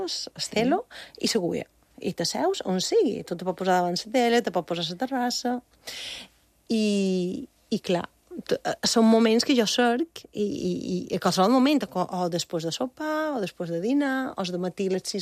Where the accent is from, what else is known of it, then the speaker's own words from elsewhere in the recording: Bunyola, Balearic Islands, Spain; la Fira de Bunyola, del meu poble